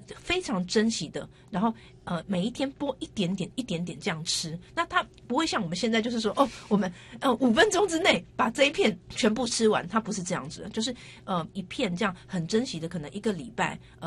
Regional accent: Taipei, Taiwan; also born or lived in Tainan; 因为像我本身是台南人嘛，那我从小生活在台北，那我就其实我居住的地区就是没有这样子的习惯，

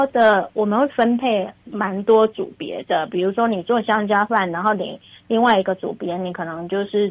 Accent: Taiwan; 我们台湾人，

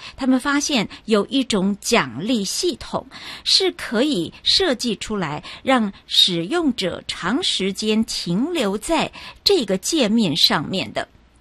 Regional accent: Taiwan

